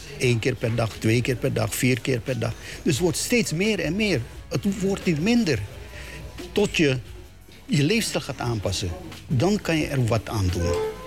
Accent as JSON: {"language": "Dutch", "country": "Suriname", "said": "als Surinamers."}